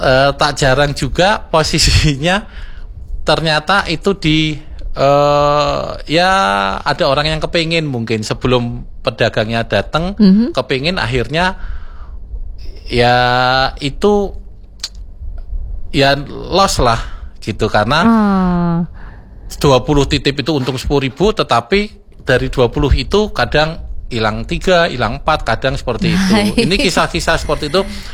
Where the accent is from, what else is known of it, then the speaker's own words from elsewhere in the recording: Pengasih, Special Region of Yogyakarta, Indonesia; saya juga dari Josutan Karangsari Pengasih juga, Mbak. Kita tetangga berarti. Sama-sama Kepon Progo.